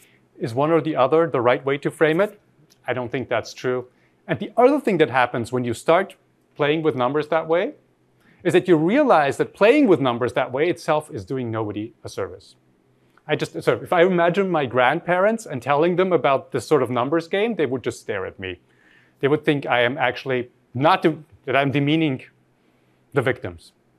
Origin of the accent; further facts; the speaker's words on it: Austria; I grew up in Austria. And if I tell you the numbers for Austria, they would mirror what I just told you.